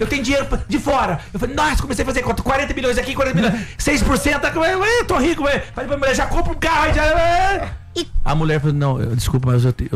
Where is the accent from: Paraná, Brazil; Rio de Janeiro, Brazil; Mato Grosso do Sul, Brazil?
Rio de Janeiro, Brazil; Eu sou carioca.